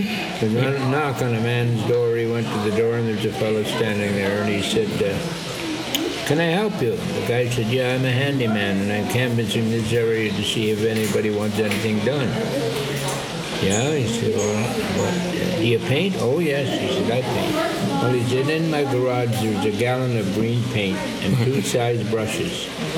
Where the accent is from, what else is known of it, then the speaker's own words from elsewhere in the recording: Canada; I am the Canadian